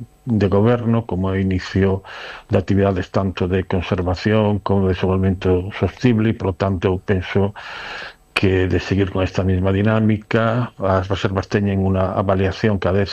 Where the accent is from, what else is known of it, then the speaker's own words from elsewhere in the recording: Galicia, Spain; A ver, eu como galego solo ir todo ano